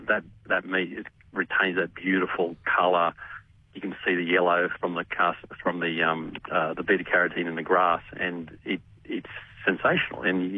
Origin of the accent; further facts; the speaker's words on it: Armidale, New South Wales, Australia; now in Robertson, Australia; I grew up in Armidale, so it's like a tropical climate for me.